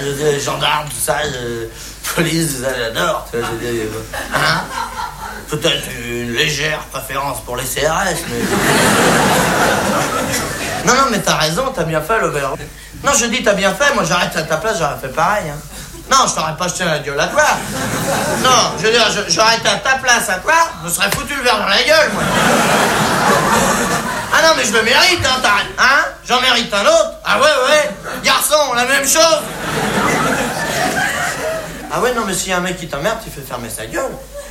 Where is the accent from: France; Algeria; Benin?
France; Les Français, c'est des cons, ouais, bah, je suis bien blasé, hein, je suis français.